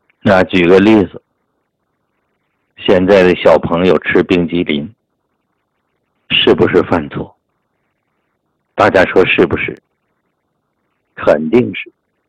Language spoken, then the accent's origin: Chinese; China; 因为老师发现我们中国人所发生的病啊